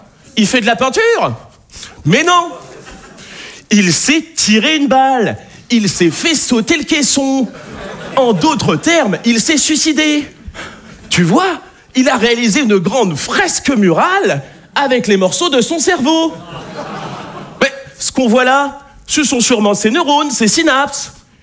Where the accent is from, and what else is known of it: Nouvelle-Aquitaine, France